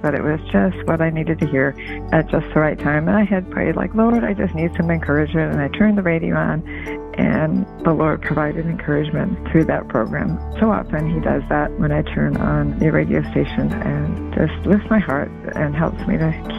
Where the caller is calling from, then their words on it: Hutchinson, Kansas, United States; I'm calling from Hutchinson, Kansas.